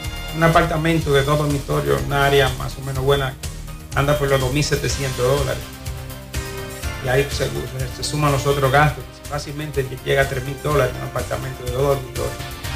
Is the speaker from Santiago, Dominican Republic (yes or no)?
no; Moca, Espaillat, Dominican Republic; moved away as an adult; now in United States; la ciudad de Moca. Provincia Espaillat, que es una ciudad que yo la quiero mucho porque soy nativo de aquí.